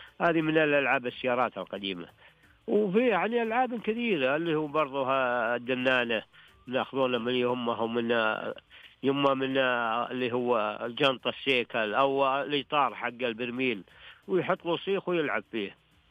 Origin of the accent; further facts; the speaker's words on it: Al-Qassim, Saudi Arabia; عندنا في القصيم